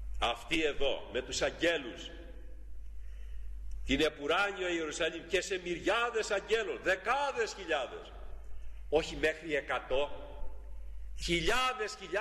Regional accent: Western Greece, Greece; born there; moved away; Και εγώ από παιδί πήγαινα, γινότανε στο χωριό μου ένα ζωοπανήγυρι εκεί

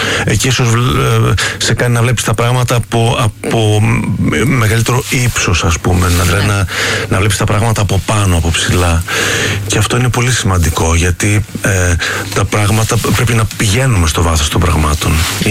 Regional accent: Greece; now in France; Είμαι Έλληνας. Ναι, είμαι Έλληνας. Είμαι ο Έλληνας.

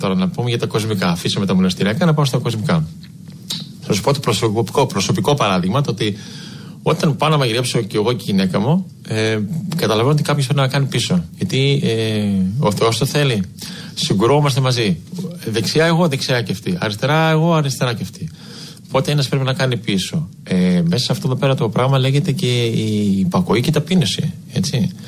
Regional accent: Mount Athos, Greece; born there; το ότι μεγάλωσα και στο Άγιο Όρος μέσα

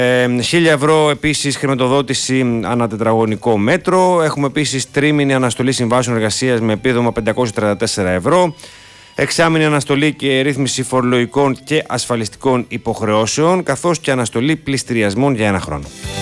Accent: Kalamata, Peloponnese, Greece; Ναι, εντάξει, στην Καλαμάτα είμαστε.

